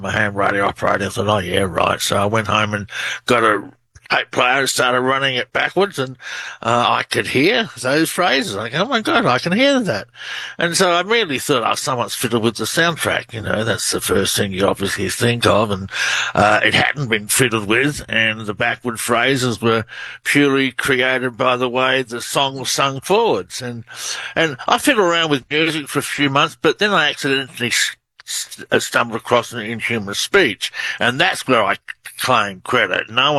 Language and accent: English; Australia; Right in an area of the country called the Oregon Outback, which I thought was quite ironic because I'm from the Outback.